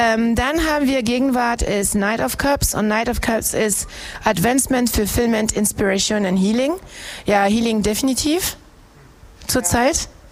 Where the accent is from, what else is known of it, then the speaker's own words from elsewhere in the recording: France; now in Harz, Germany; Ich bin Französin.